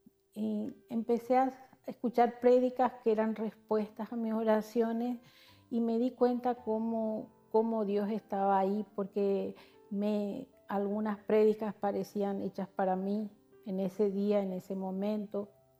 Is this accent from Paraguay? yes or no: yes; Asunción, Paraguay; soy de Asunción, Paraguay.